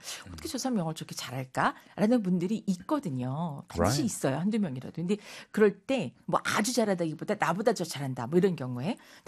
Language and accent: Korean; South Korea; 우리도 한국인들은